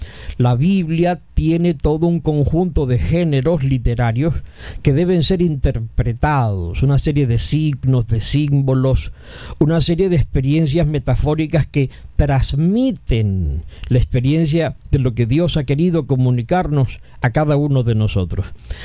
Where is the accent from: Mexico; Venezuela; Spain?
Venezuela; Estamos nosotros como venezolanos viviendo una experiencia de duelo tremendo